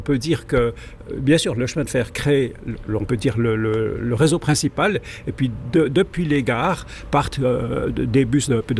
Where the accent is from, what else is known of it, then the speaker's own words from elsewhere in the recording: Neuchâtel, Switzerland; accent: neuchâtelois; moved away; n'étant pas broyard d'origine, donc je n'ai pas l'accent vaudois ni fribourgeois, j'ai l'accent de Châtelois